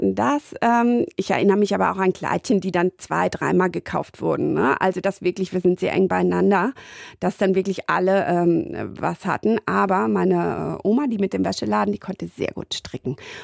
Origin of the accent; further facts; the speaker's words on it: Rhineland-Palatinate, Germany; moved away as an adult; aufgewachsen zu sein. Wir waren viel draußen, viel in der Natur. Auch in einem Neubaugebiet, wo wir als Kinder in den Schlammbergen hoch und runter sausen durften und viel im Pfälzerwald spazieren.